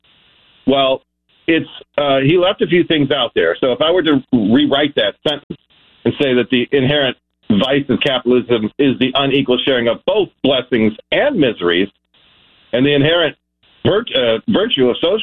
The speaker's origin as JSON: {"language": "English", "region": "Michigan", "country": "United States", "said": "and I'm from Wayne County, I was born in Wayne County, I was born at Old Grace Hospital on 7 Mile in Greenfield."}